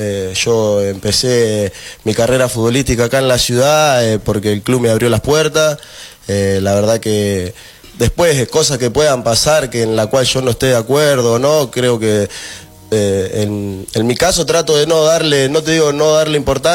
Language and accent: Spanish; Buenos Aires, Argentina; born there; moved away as an adult; Yo nací en Buenos Aires.